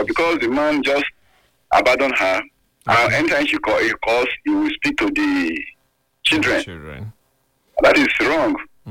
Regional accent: Sapele, Delta, Nigeria; I'm from Sapele.

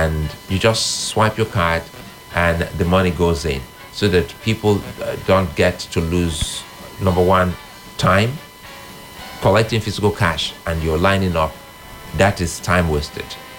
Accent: Benin City, Edo, Nigeria; my next door neighbor that we grew up here in Benin together.

